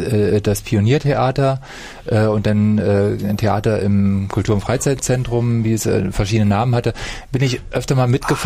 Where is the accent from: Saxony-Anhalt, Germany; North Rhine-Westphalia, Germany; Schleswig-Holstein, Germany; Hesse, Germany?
Saxony-Anhalt, Germany; Gardelegen; now in Erfurt, Germany; Ich komme aus Sachsen-Anhalt übrigens.